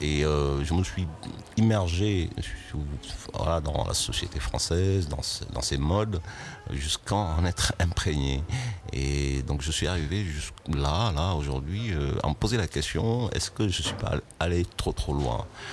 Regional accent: Senegal; c'est un mot que j'entendais même pas parler chez moi au Sénégal

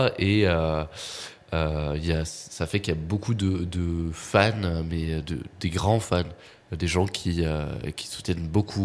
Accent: Saint-Étienne, Auvergne-Rhône-Alpes, France; quand on dit qu'on est stéphanois, c'est peut-être une des premières choses auxquelles les gens pensent.

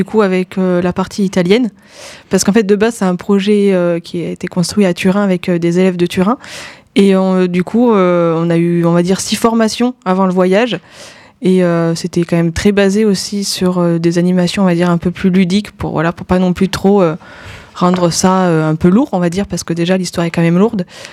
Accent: Germany; Et comme moi, je viens d'Allemagne énormément, j'ai vécu en Allemagne, j'ai déjà eu beaucoup d'éducation sur ces sujets-là

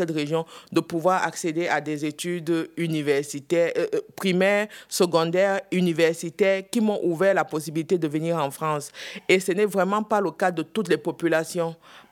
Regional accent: West, Cameroon; Alors moi, comme j'ai dit précédemment, je viens de la région de l'Ouest

